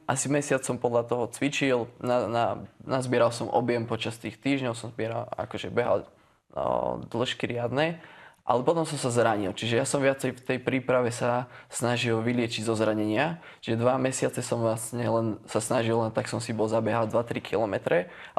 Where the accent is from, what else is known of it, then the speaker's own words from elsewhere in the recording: Čadca, Žilina Region, Slovakia; ja pochádzam z Kysúc a v Čadci vlastne máme takú street workoutovú komunitu